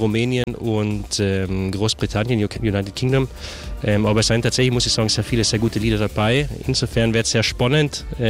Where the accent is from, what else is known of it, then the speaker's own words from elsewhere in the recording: Winklern, Carinthia, Austria; Aus Winklern, Winklern im Mölltal.